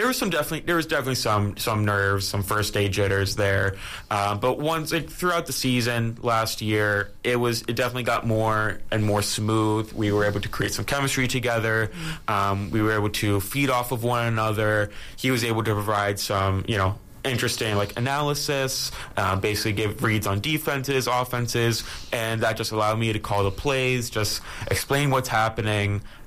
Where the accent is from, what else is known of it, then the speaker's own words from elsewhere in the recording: Merrick, New York, United States; All right, so … I'm from Merrick, New York, about 30 minutes away from LIU Post.